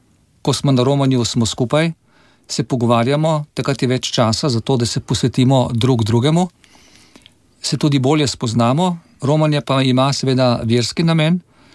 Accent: Southeast Slovenia, Slovenia; da sem iz Dolenjske in da veliko vozim ob reki Krki

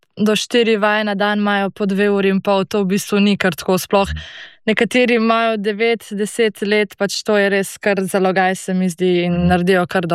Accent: Gorizia, Slovenia; prihajam iz okolice pri Novi Gorici

